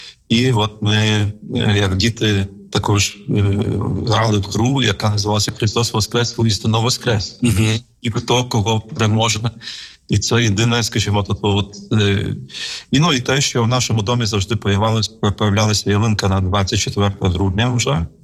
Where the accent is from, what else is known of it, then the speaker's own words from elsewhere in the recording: Khmelnytskyi, Khmelnytskyi Oblast, Ukraine; Я народився в місті Хмельницькому і зростав там. Це було місто мого дитинства, моєї юності. І можна сказати так, що щодо віри, якщо дивитися, то я був вихований взагалі в повністю атеїстичній сім'ї.